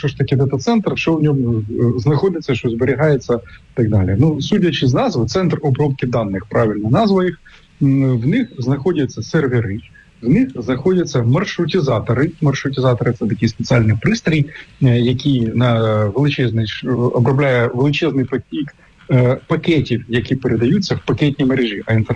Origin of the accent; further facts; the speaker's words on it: Sumy Oblast, Ukraine; мою рідну Сумську область